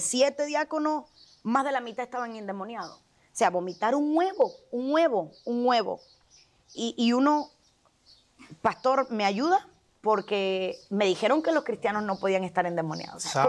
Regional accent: Cuba; en Cuba entraba por CD o por memoria. Estamos hablando de 2010, 2011 y todavía no había internet en mi país.

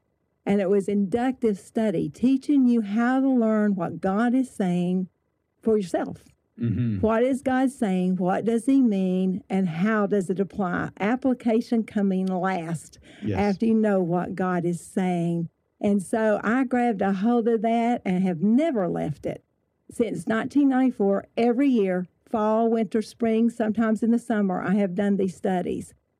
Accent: Tri-Cities, Tennessee, United States; Well, I'm from Tennessee, Tri-Cities, Tennessee, as a matter of fact. And I was raised in a Christian home.

